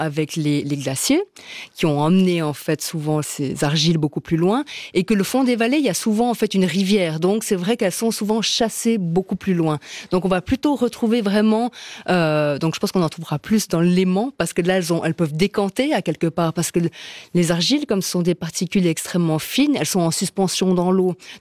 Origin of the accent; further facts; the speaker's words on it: Valais, Switzerland; Je suis une Valaisanne pure souche. Mais j'étais obligée quand même de le dire.